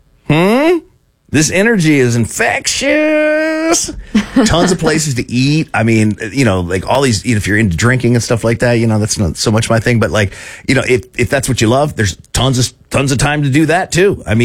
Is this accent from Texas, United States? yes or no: no; West Palm Beach, Florida, United States; So, like, when I was a kid, they would spring train where I grew up in West Palm.